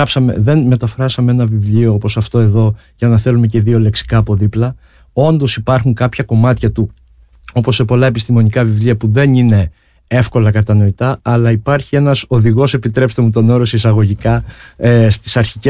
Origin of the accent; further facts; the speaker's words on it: Ierapetra, Crete, Greece; σε μια πόλη όπως είναι η πόλη μου, η Ιεράπετρα, στην άλλη άκρη της Ελλάδας, στην άλλη άκρη της χώρας.